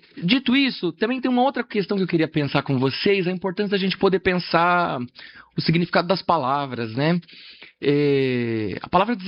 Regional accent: São Paulo, Brazil; eu sou da região leste, eu sou de São Miguel, cresci ali até os meus 24 anos, hoje vivo na região de Santa Ifigênia.

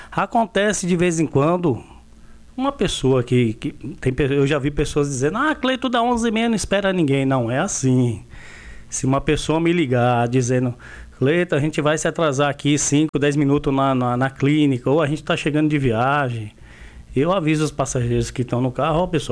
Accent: São Paulo, Brazil; Porque se você sai de um, que nem eu saí de São Paulo, capital, se sai do interior de São Paulo, já mudava um pouco. Enfim, eu mudei para o interior da Bahia, então é uma mudança radical.

